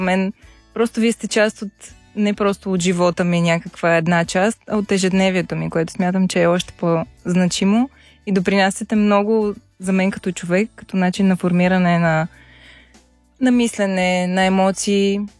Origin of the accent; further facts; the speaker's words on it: Sandanski, Blagoevgrad Province, Bulgaria; да, аз съм от Сандански и съм много щастлива да бъда тук.